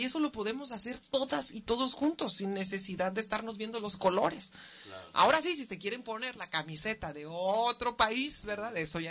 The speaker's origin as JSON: {"language": "Spanish", "town": "Mexicali", "region": "Baja California", "country": "Mexico", "tie": "born or raised there", "said": "es una mujer orgullosamente mexicalense, cachanilla, 100%. Soy puro cachanilla, lo digo sin pretensión. Soy de Baja California, norteña de corazón, 100% además cimarrona. Crecí, estudié aquí, estudié Derecho en la Universidad Autónoma de Baja California"}